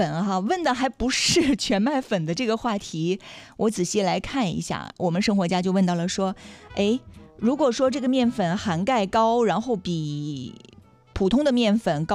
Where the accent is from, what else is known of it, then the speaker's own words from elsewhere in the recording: Northeast China, China; 咱们东北人